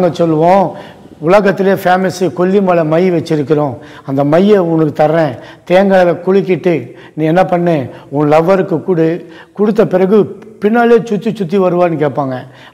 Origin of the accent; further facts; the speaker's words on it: Tiruvannamalai, Tamil Nadu, India; என்னுடைய ஒரு சொந்த ஊர் திருவண்ணாமலை. திருவண்ணாமலை பட்டணத்தை தான் நான் வளர்ந்தேன், பிறந்தேன், அங்கே தான் இருந்தேன்.